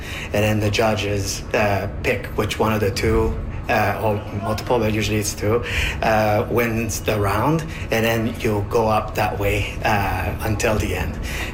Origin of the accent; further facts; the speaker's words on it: Quebec, Canada; moved away as an adult; now in Nunavut, Canada; We're originally from Quebec. We live in Nunavut now for several years.